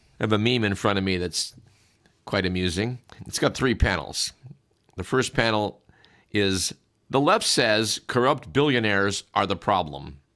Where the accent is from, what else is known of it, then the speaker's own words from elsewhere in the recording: California, United States; Live from California, it's Radio Parallax. Except that, well, we're not exactly live. We are from California, though.